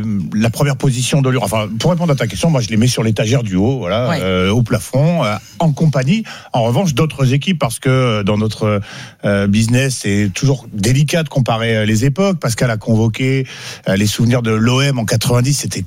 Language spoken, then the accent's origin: French; Bordeaux, Nouvelle-Aquitaine, France; Moi, j'ai grandi à Bordeaux.